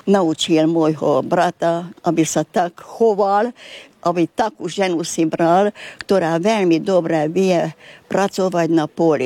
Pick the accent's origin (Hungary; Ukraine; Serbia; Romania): Hungary; Bükkszentkereszt, Borsod-Abaúj-Zemplén; To je ako nemecké slovo, ale u nás v Novej Hute tak hovorili, že šlogár